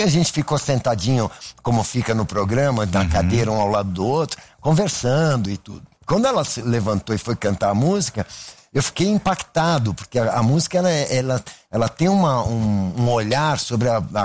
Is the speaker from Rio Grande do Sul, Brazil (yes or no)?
no; São Paulo, Brazil; E eu gravei essas duas músicas porque eu sou paulistano, né? E eu queria falar da minha cidade